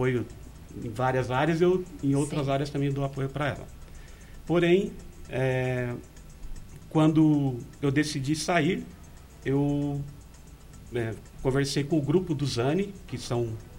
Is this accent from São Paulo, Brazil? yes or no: yes; Rio Claro, São Paulo, Brazil; now in Limeira, Brazil; eu sou de Rio Claro.